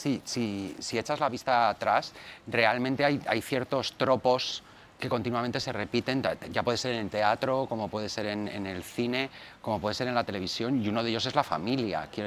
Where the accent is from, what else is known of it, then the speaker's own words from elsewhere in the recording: Bilbao, Basque Country, Spain; yo soy de Bilbao